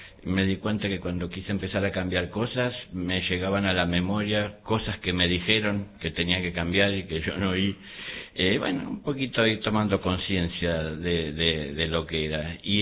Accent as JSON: {"language": "Spanish", "region": "Buenos Aires", "country": "Argentina", "tie": "born there", "also_born_or_lived": "Córdoba", "moved": "as an adult", "said": "yo nací en Buenos Aires, en Capital Federal, sí."}